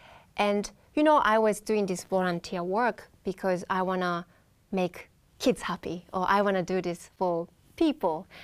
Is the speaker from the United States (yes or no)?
no; Japan; English is a second language; moved away as an adult; also born or lived in Iceland; I grew up in Japan whole time not knowing. And Japan is a very mono culture. We don't have a lot of people from outside.